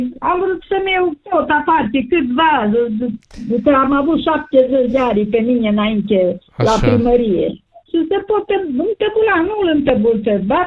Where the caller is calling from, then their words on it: Joseni, Romania; De la Joseni